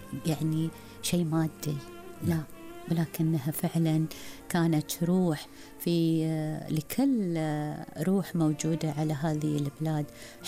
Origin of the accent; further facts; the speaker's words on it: Bahrain; عندنا في البحرين